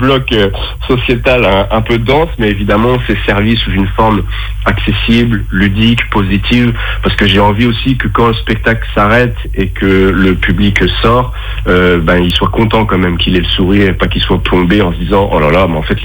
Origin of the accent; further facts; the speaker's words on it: Le Mans, Pays de la Loire, France; Moi, je viens vraiment des scènes ouvertes que j'ai découvert en 2009 chez moi en Sarthe, au Mans.